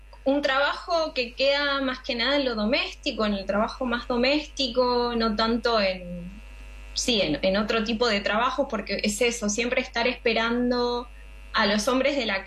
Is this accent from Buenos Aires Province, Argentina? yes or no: yes; Lanús, Buenos Aires Province, Argentina; No soy oriunda de Tucumán, soy oriunda de Lanús.